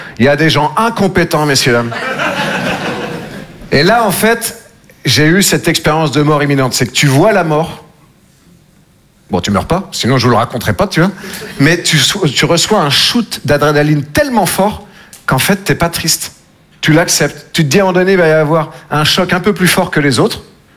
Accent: Nouvelle-Aquitaine, France; Moi, je viens des Deux-Sèvres. Je sais pas si vous connaissez. Entre la Vienne et la Vendée.

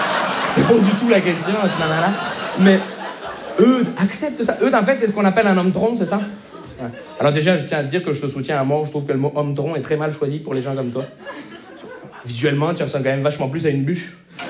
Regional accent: Montreal, Quebec, Canada; je viens de Montréal.

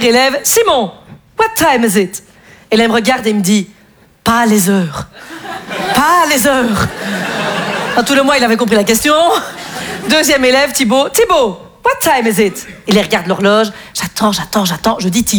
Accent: Belgium; moi, je suis contre le réchauffement climatique, mais c'est facile parce que je suis belge, vous voyez. Nous, l'été, on le connaît quand on va dans le sud de la France, hein.

